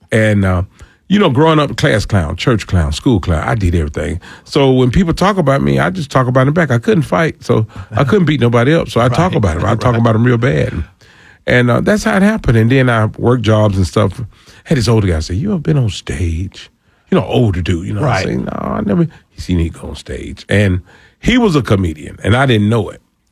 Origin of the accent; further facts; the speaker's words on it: Atlanta, Georgia, United States; Born and raised in Atlanta, Georgia.